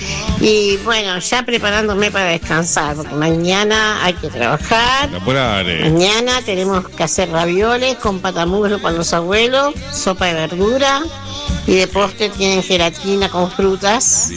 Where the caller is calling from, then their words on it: Santiago del Estero, Argentina; Santiago del Estero, la emperatriz